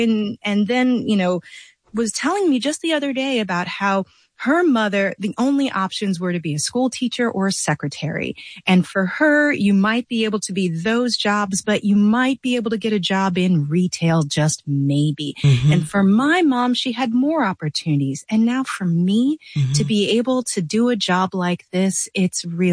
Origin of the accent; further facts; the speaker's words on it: St. Louis, Missouri, United States; I grew up in St. Louis, Missouri, where we had extreme racial, economic, and class divides that were visible all the time.